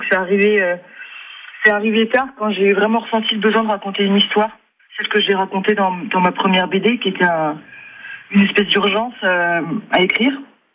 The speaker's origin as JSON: {"language": "French", "region": "Bourgogne-Franche-Comté", "country": "France", "said": "Oui, moi je viens de Haute-Saône. En plus, c'est une partie de la Franche-Comté."}